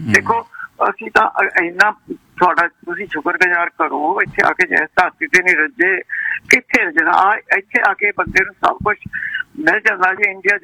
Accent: Pakistan; moved away; ਮੈਂ ਪਾਕਿਸਤਾਨ ਤੋਂ ਆਈ ਸੀ 8-9 ਸਾਲ ਹੋਏ

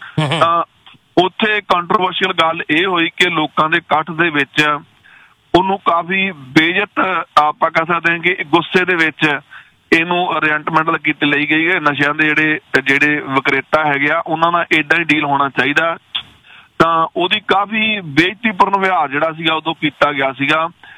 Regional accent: Punjab, India; born there; moved away; ਪਰ ਕਿਉਂਕਿ ਸਾਡੀ ਧਰਤੀ ਹੈ ਜੀ, ਅਸੀਂ ਜੰਮੇ ਪਲੇ ਹੈਗੇ ਹਾਂ

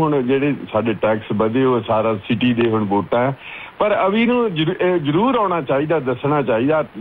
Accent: Gunachaur, Punjab, India; born or raised there; now in Canada

